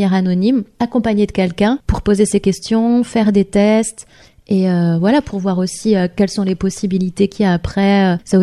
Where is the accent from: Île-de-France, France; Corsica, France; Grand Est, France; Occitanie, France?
Grand Est, France; J'ai la chance, je dirais, d'être alsacienne. Et du coup, j'ai grandi et je suis née en Alsace.